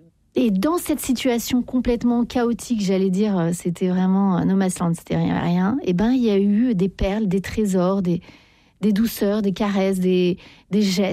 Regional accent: Paris, Île-de-France, France

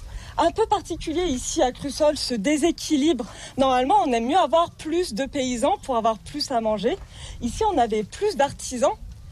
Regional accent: Guilherand-Granges, Auvergne-Rhône-Alpes, France; born there; Ouais, je suis née à Guérande-Grange.

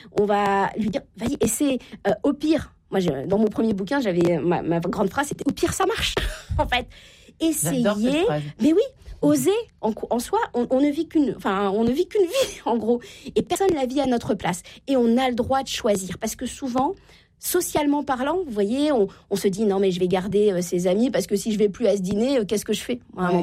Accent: Normandy, France; Voilà, exactement, moi je viens de la Normandie, Uber Eats n'est pas arrivé partout en France, on est bien d'accord.

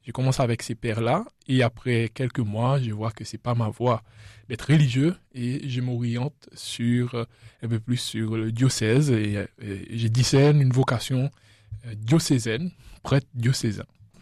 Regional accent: La Digue, Seychelles; je viens des Seychelles, les îles Seychelles. J'ai grandi aux Seychelles dans une île qui s'appelle la Digue

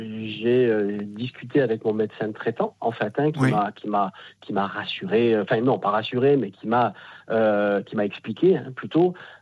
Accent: Marseille, Provence-Alpes-Côte d'Azur, France; Alors, je suis de Marseille.

